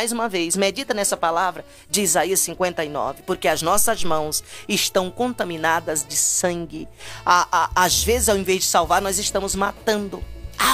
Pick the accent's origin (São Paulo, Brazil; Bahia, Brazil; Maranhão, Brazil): Maranhão, Brazil; born there; eu nasci na fé na Assembleia de Deus, no estado do Maranhão, meu esposo também